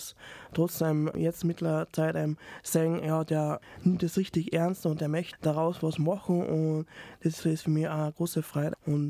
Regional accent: Salzburg, Austria; Ich bin in Salzburg Liefering aufgewachsen, habe die Vorschule und die erste Klasse in Liefering bestritten.

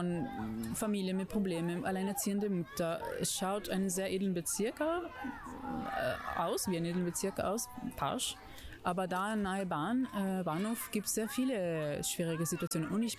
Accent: Italy; German is a second language; moved away as an adult; now in Salzburg, Austria; Ich komme aus Italien und ich habe in Venedig Theater und Kunst studiert und parallel auch Fagott.

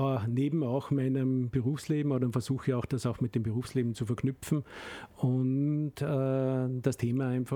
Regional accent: Steyr, Upper Austria, Austria; born there; now in Wolfsberg, Austria; Ich bin ein Kind der 60er Jahre, geboren 1964 in Steyr in Oberösterreich, lebe mit meiner Familie in Kärnten in Wolfsberg

